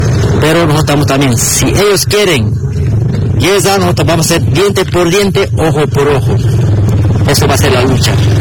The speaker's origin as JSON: {"language": "Spanish", "country": "Bolivia"}